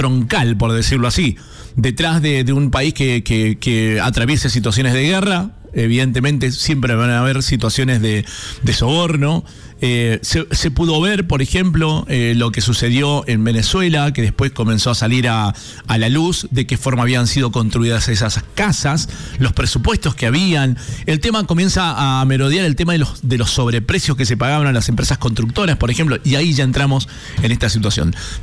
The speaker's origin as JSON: {"language": "Spanish", "country": "Argentina", "said": "como argentinos, porque somos parte de esta hermosa y espectacular nación"}